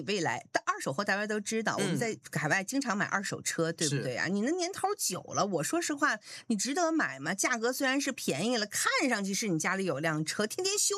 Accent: Tianjin, China; 我家乡是天津嘛

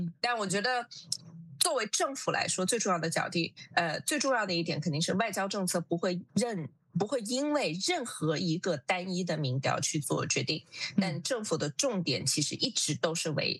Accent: New Zealand; 我们保护好自己新西兰国家利益和我们新西兰人民的利益

